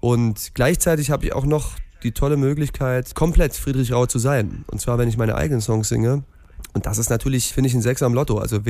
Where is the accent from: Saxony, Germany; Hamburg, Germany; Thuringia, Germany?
Saxony, Germany; born or raised there; accent: Saxon